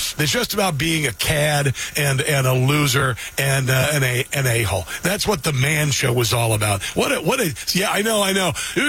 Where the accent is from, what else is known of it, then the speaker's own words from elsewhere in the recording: Omaha, Nebraska, United States; Epley Airfield in my hometown of Omaha, Nebraska. Saw many relatives off in that airport when I was growing up.